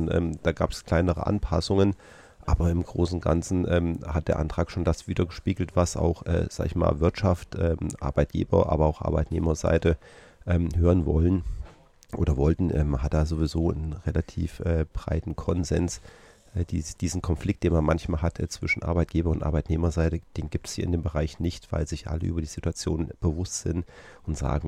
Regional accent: Thuringia, Germany; Ich komme aus dem Wartburgkreis, deshalb habe ich das am Schirm.

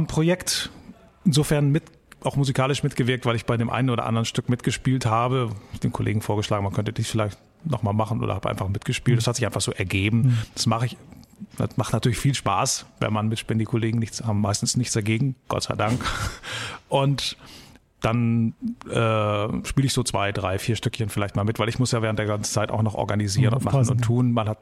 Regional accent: Lower Saxony, Germany; born there; Also ich komme aus dem Nordwesten, das heißt aus Niedersachsen, aus dem nordwestlichen Teil von Niedersachsen, bin an der holländischen Grenze geboren. Und bei uns ist es eine relativ ländliche Gegend

